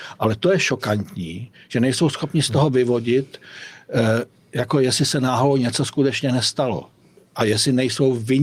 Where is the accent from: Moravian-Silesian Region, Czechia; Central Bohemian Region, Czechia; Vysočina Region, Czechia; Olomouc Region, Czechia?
Olomouc Region, Czechia; Prostějov; Já jsem taky z Prostějova.